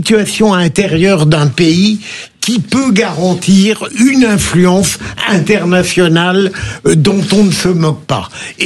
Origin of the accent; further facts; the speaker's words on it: Tunisia; Non, je suis tunisien, d'origine tunisienne.